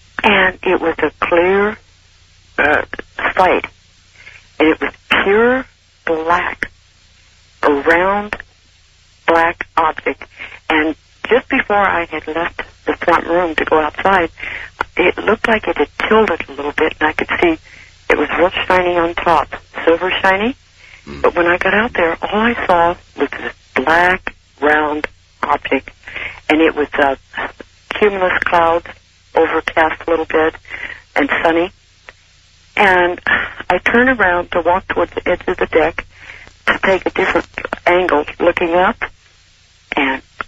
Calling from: Redding, California, United States; I live in Redding, California.

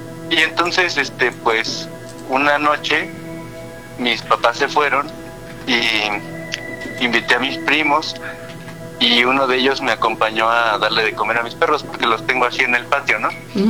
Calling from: Toluca, State of Mexico, Mexico; Desde Toluca

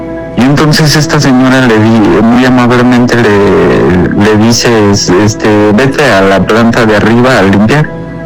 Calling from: Naucalpan, State of Mexico, Mexico; De Naucalpan.

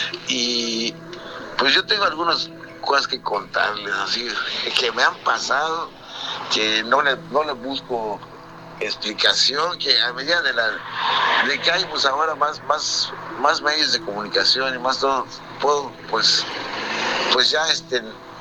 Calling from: Yucatán, Mexico; yo aquí mi tierra es acá en Yucatán

